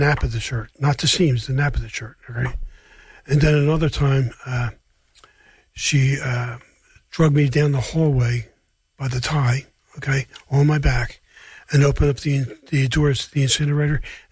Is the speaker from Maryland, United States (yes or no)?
no; Upper Darby, Pennsylvania, United States; Well, I grew up in Upper Darby.